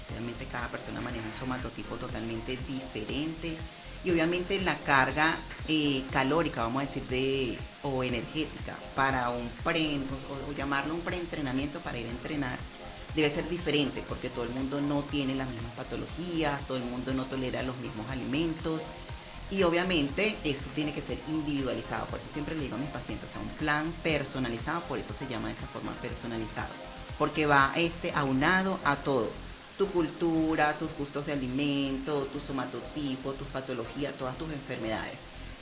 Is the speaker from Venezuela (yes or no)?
yes; Venezuela; moved away as an adult; also born or lived in Colombia; yo como venezolana, cómo he crecido profesionalmente en un país que no es mío